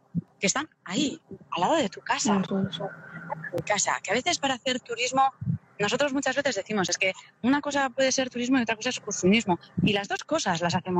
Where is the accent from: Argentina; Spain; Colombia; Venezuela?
Spain; Deba, Basque Country; yo porque soy de Deva, yo la primera vez que fui a la iglesia de Deva en visita guiada